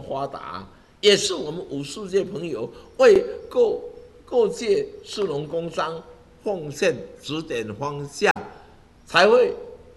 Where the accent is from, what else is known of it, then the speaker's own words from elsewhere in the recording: Taiwan; 希望用我们台湾人民大家这个爱心慈悲心的有宗教素养的心超度我们现在当下坛城上15615姓氏列祖列宗诸圣灵诸眷灵啊